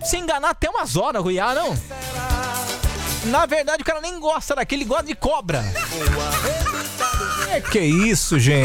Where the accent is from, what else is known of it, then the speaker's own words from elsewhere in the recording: Itu, São Paulo, Brazil; born there; Eu nasci em Itu.